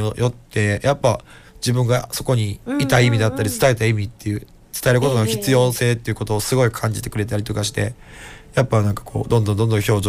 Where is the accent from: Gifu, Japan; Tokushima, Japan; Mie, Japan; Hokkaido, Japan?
Tokushima, Japan; Ishii; 石井町中央公民館ですね、 はい、 僕の地元で、